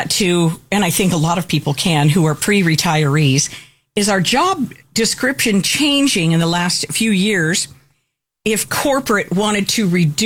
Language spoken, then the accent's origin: English; Phoenix, Arizona, United States; now in Florida, United States; I grew up in Phoenix, and it's really hot there.